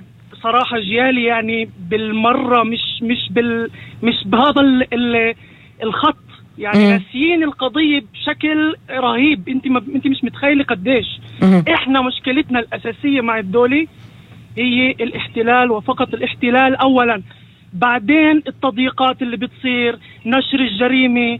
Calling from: Tur'an, Northern District, Israel

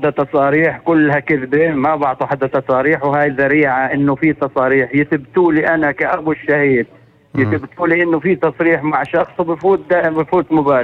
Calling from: Salem, Nablus Governorate, Palestine; ابني كان فاتح محل جاد عندنا في قرية سالم قضاء نابلس،

